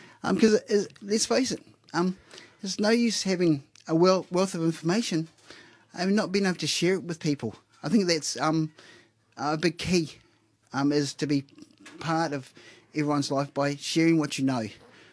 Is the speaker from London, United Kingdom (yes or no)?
no; Plymouth, South West England, United Kingdom; now in Paekakariki, New Zealand; I'm from Plymouth, and I've been to a lot of places, and I've lived in a lot of places. But Paikakariki has a bunch of cool people.